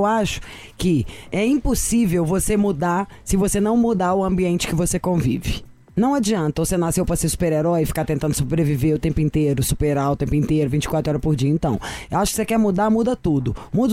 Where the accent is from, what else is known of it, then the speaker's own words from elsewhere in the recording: Minas Gerais, Brazil; Sou de Minas, onde se bebe demais.